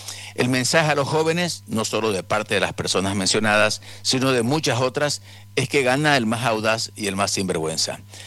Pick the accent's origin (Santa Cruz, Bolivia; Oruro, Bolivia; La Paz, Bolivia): Santa Cruz, Bolivia; Montero; porque soy de Montero